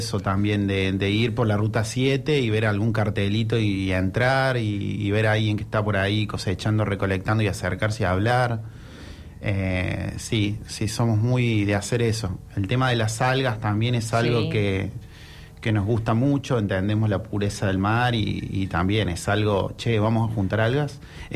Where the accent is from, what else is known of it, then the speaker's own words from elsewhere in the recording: Córdoba, Argentina; moved away as an adult; now in Chubut, Argentina; yo que vengo de Córdoba